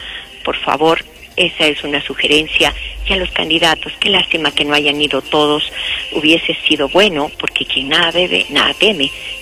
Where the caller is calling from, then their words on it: Arequipa, Peru; como población selvalegrina, como población arequipeña